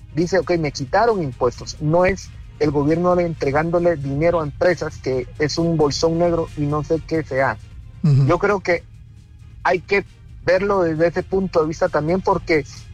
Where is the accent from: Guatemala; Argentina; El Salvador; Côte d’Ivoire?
Guatemala; tenemos que comprender como guatemaltecos